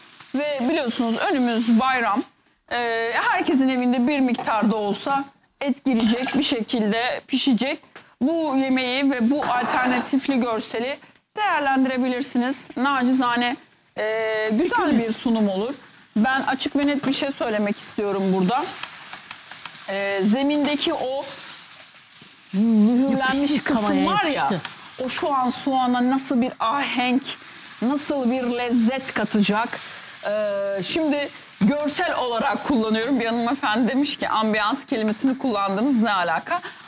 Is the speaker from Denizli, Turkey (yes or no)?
no; Istanbul, Turkey; doğma büyüme bir İstanbullu olarak tabii ki Türkçemize çok dikkat ediyoruz